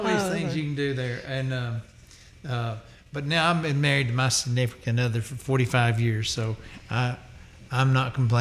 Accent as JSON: {"language": "English", "town": "Boaz", "region": "Alabama", "country": "United States", "tie": "born or raised there", "said": "And I went to junior college, Snead State Junior College, there in Boaz, Alabama. My hometown, and that's a nice little college there. Boaz, a nice little place."}